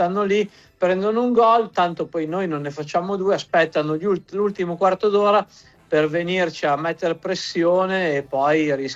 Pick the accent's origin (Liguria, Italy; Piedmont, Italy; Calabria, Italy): Piedmont, Italy; siamo piemontesi